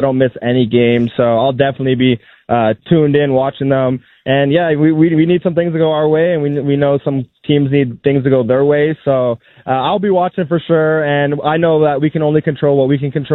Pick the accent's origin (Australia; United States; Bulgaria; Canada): Canada; born there; things that we dreamed about as kids, obviously being Canadian born.